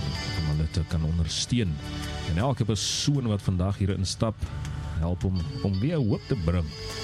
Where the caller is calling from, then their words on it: Jeffreys Bay, Eastern Cape, South Africa; van Jeffrey's Bay.